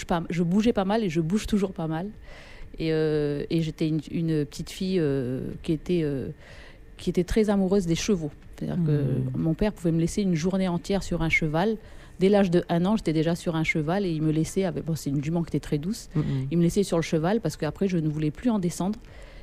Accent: Monéo, North Province, New Caledonia; also born or lived in Ponérihouen / Tiakan / Néavin; mon premier souvenir d'enfance, c'était vraiment Monéo où j'ai grandi. On habitait chez ma grand-mère paternelle et on a grandi ici avec tous mes cousins, cousines, mes frères.

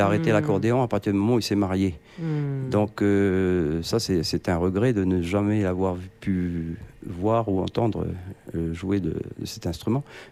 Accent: Nouméa, New Caledonia; born there; Je suis né à Nouméa.

